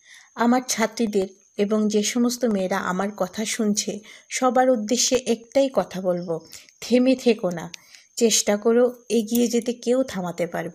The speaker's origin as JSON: {"language": "Bangla", "town": "Kailashahar", "region": "Tripura", "country": "India", "tie": "born or raised there", "moved": "as an adult", "lives_now": "Amarpur, India", "said": "আমার বেড়ে ওঠা সংস্কৃতির শহর কৈলা শহরে।"}